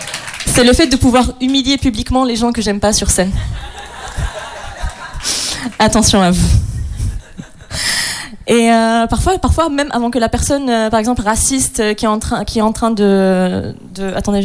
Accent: Morocco; moved away as an adult; now in France; comme j'ai mentionné précédemment, je suis marocaine. Je suis une personne marocaine, non-binaire, lesbienne, précaire.

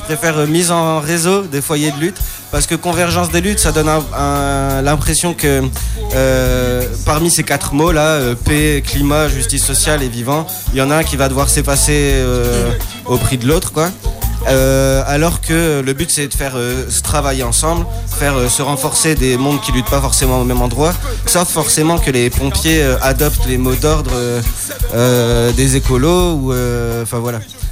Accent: Roubaix, Hauts-de-France, France; mais moi, bah, j'ai grandi à Roubaix.

